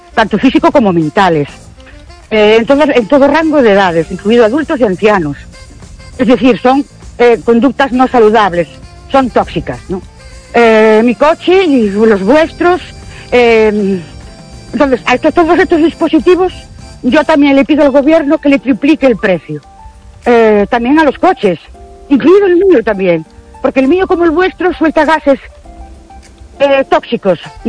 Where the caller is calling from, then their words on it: Ourense, Galicia, Spain; Hola, buenas noches … de Orense otra vez.